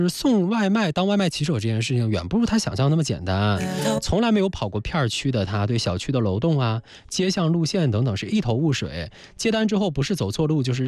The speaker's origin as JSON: {"language": "Chinese", "town": "Dandong", "region": "Liaoning", "country": "China", "tie": "born or raised there", "moved": "yes", "said": "在我的老家丹东"}